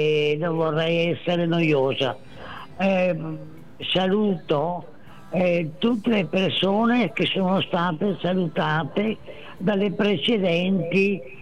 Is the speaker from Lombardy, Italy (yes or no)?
no; Vicenza, Veneto, Italy; sono vicentina, sono nata in Piazza dei Signori.